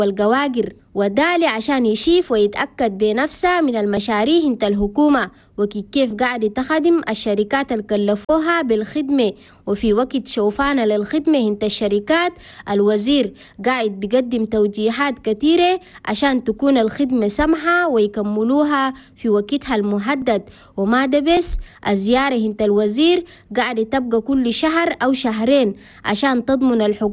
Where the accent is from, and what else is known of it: Chad